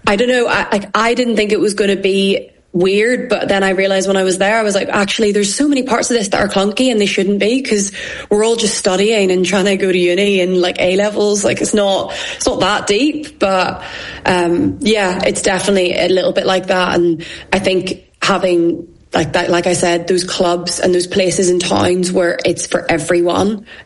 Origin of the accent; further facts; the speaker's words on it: Ireland; as an Irish person